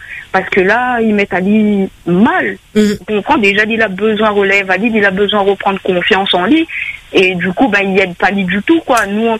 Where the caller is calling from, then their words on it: Réunion; nous, en tant que Réunionnais